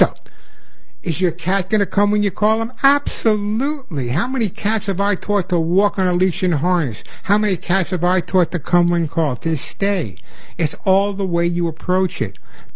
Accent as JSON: {"language": "English", "town": "New York City", "region": "New York", "country": "United States", "said": "I'm a New Yorker, ex-New Yorker. I talk quickly."}